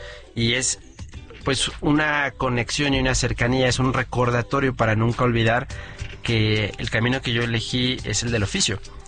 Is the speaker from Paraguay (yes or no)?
no; Mexico; also born or lived in Basque Country, Spain / Catalonia, Spain